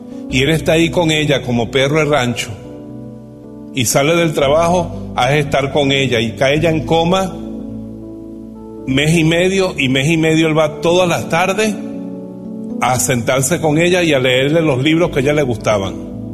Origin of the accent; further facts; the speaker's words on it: Germany; se acercó al paredón donde la gente de la misma raza de él y la mía, pues yo soy alemán, mataron a tanta gente judía, polaca, gitanos, homosexuales, testigos de Jehová.